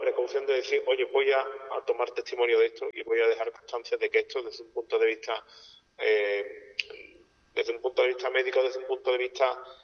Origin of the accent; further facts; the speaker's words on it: Seville, Andalusia, Spain; born there; Quizás buscando un poco un paralelismo con mi ciudad natal, con Sevilla.